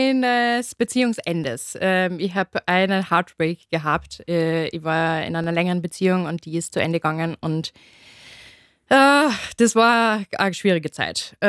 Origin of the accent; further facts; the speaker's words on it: Upper Austria, Austria; accent: Upper Austrian dialect; Ich liebe meinen Dialekt, einen oberösterreichischen Dialekt